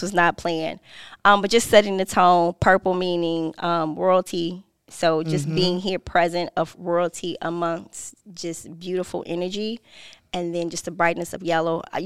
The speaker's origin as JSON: {"language": "English", "town": "Chicago", "region": "Illinois", "country": "United States", "said": "So I'm from Chicago, Southside."}